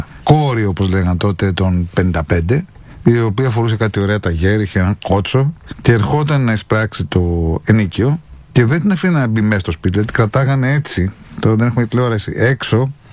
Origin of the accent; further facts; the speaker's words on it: Athens, Attica, Greece; born there; Γεννήθηκα στο Μευτήριο Έλενα στην Αθήνα στις 3 Αυγούστου 1966.